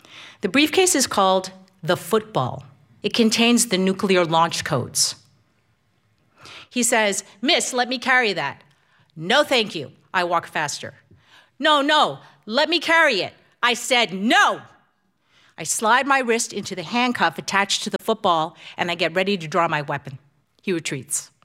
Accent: New Jersey, United States; I'm from New Jersey. I lost my parents when I was 8.

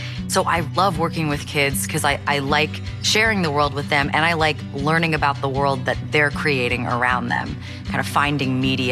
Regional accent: Wilmington, Delaware, United States; now in Brooklyn, New York, United States; I grew up in Wilmington, Delaware, but now I live in Brooklyn, New York

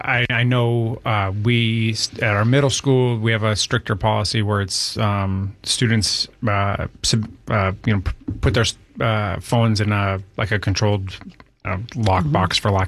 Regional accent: Cape Cod, Massachusetts, United States; I grew up here on the Cape.

